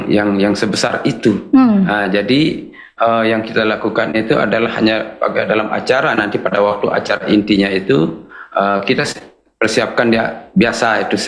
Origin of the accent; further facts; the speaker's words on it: Lombok, West Nusa Tenggara, Indonesia; masyarakat kami di Desa Lingsar